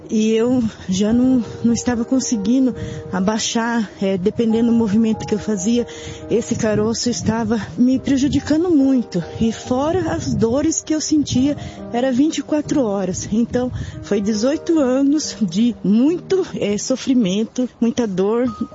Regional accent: Boituva, São Paulo, Brazil; sou da cidade de Boituva

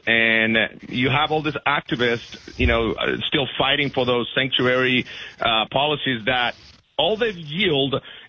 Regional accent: Georgia, United States; I grew up in Georgia, you know, 30 years ago, I was growing up in Georgia

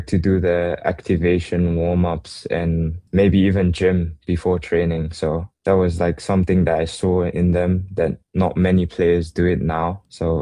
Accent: Singapore; also born or lived in South Africa; I grew up in South Africa, so like I spent 4 years of my life in Singapore, the first 4 years, and then moved to South Africa because of my dad's job. After 8 years in South Africa, I moved back to Singapore.

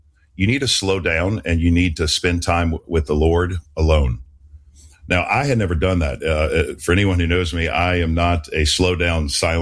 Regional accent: New Orleans, Louisiana, United States; born or raised there

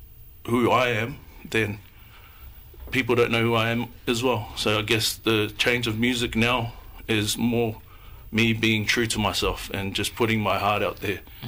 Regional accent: Australia; also born or lived in New Zealand; somebody that's born in New Zealand but raised in Australia

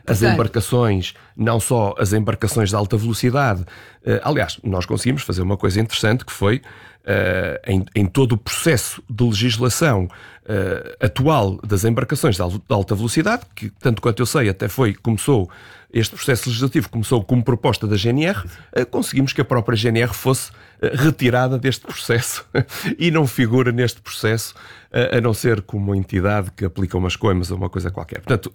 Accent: Minho, Portugal; Eu sou do Minho

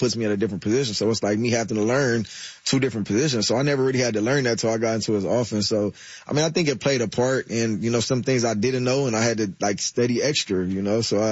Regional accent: Los Angeles, California, United States; Growing up in Los Angeles, California, drug abuse, violence, I mean, it's just a lot.

